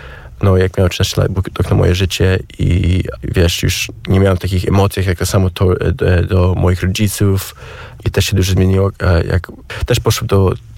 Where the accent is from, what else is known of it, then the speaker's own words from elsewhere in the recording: Warsaw, Masovian Voivodeship, Poland; born there; also born or lived in Alaska, United States; Przyszłem tutaj na wakacje 3 lata temu, żeby po prostu, wiesz, zobaczyć moje miasto, gdzie się urodziłem